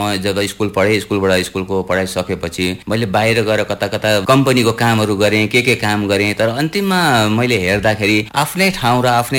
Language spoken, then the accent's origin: Nepali; Sikkim, India; born there; म पूर्व सिक्किम नामिन जिपिओ सामरिक मार्चक पर्छ र